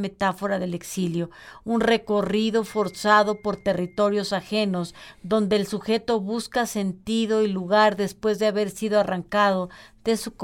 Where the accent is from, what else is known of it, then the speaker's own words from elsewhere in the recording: Mexico; Yo soy mexicana de hueso colorado y nunca, nunca, o sea, he vivido en otros lugares y sé lo que es estar, no en el exilio, pero sí lejos de casa y no, yo no me, espero nunca tener que irme de México.